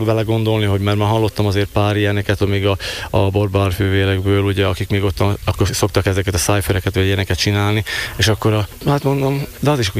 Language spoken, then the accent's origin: Hungarian; Komárom, Komárom-Esztergom, Hungary; Innen, Komáromból.